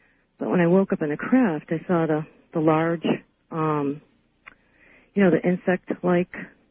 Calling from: New York, United States; Hi, I'm calling from New York.

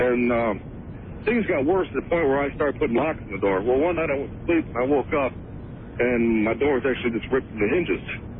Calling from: Detroit, Michigan, United States; We had it's an old house in Detroit in an old area.

